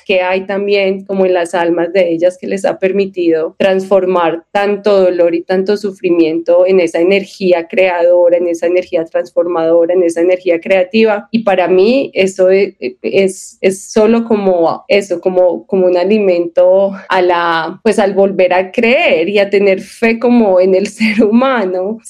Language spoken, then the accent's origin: Spanish; Colombia; son representaciones finalmente de lo que somos como colombianos.